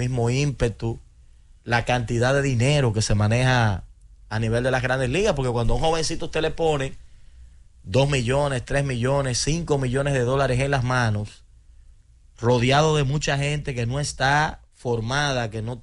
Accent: Dominican Republic

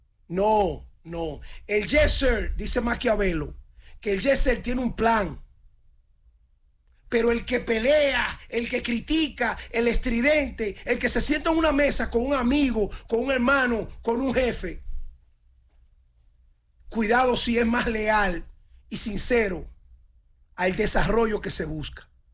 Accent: Dominican Republic

